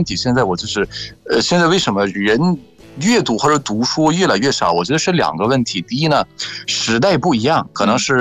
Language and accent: Chinese; Egypt; 苏克莱斯的穆斯特梅因，